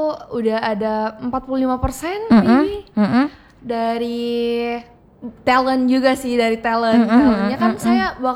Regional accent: Bandung, West Java, Indonesia; now in South Sulawesi, Indonesia; ini saya aslinya asli Bandung.

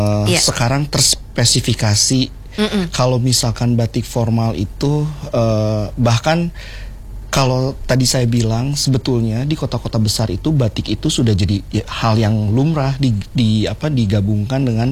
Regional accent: Bandung, West Java, Indonesia; Saya Bandung, tapi Bandung. Ada turunan Garut.

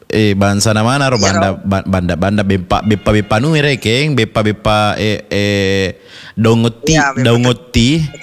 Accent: Bone, South Sulawesi, Indonesia; Sebagai orang Bone, makanan khasnya Bone ini, makanan khasnya.

